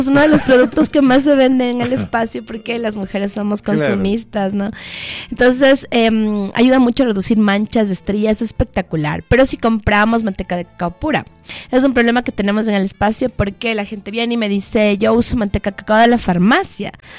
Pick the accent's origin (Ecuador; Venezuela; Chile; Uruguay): Ecuador; tenemos un excelente café como ecuatorianos